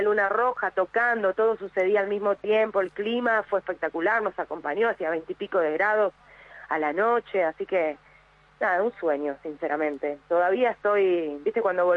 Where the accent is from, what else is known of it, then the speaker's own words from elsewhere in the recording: Buenos Aires, Argentina; tengo mi parte rockera que siempre fui así, yo soy porteña, así que bueno, nada, me gusta todo lo que es el rock.